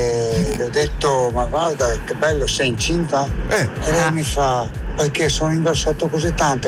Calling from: Vicenza, Veneto, Italy; da Vicenza.

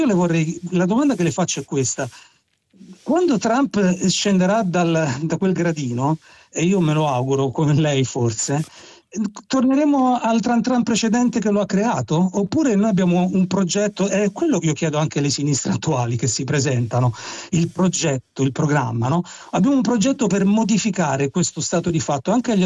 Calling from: Rome, Lazio, Italy

